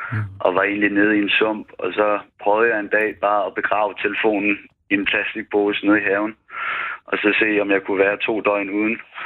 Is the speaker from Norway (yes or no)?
no; Capital Region of Denmark, Denmark; accent: Zealand; now in Tingbjerg, Copenhagen, Denmark; jeg ringer fra Tingbjerg. Jeg er vokset op i Rudersdal Kommune